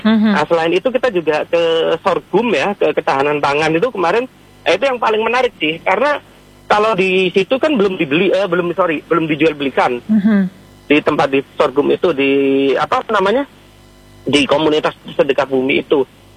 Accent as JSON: {"language": "Indonesian", "town": "Jember", "region": "East Java", "country": "Indonesia", "said": "Karena kenapa di kota saya di Jember ini ya"}